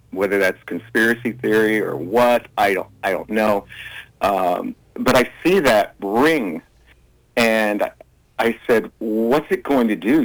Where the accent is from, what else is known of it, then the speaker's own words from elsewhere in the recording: New York, United States; But as a New Yorker, you don't look up. You know, you're not a tourist.